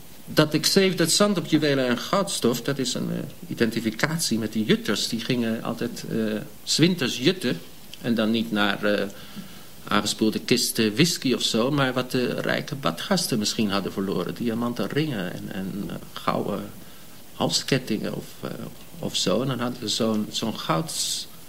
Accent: The Hague, South Holland, Netherlands; also born or lived in Amsterdam; Namelijk toen ik in Scheveningen woonde. Ik ben in Amsterdam geboren, maar ik ben in Scheveningen opgegroeid.

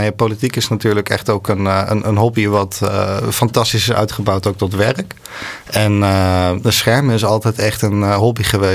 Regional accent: Gouda, South Holland, Netherlands; also born or lived in The Hague / Voorburg; Ik ben echt opgegroeid in Bloemendaal, een ontdekkersbuurt. Maar het eerste huis dat we in Gouda hadden

